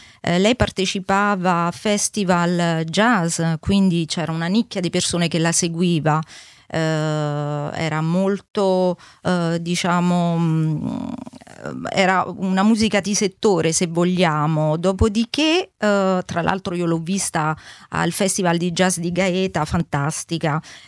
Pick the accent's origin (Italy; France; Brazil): France; Da piccola in Francia mi piaceva meno, non riuscivano a pronunciarlo, allora